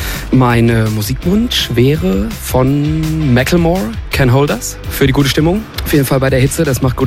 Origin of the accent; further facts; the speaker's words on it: Wöllstein, Rhineland-Palatinate, Germany; also born or lived in Gumbsheim; Ich bin hier in Wöllstein und in Gumsheim groß geworden und liebe es hier in der rheinhessischen Schweiz. Es ist einfach wunderschön hier, die Weingüter, die Gesellschaft und einfach der kleine heimische Ort.